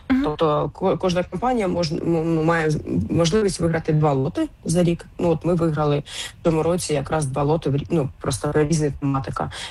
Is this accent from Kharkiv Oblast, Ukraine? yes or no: yes; Kharkiv, Kharkiv Oblast, Ukraine; Я сама з Харкова родом